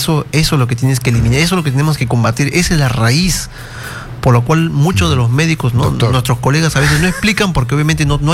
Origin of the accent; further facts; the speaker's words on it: Peru; todos somos peruanos acá.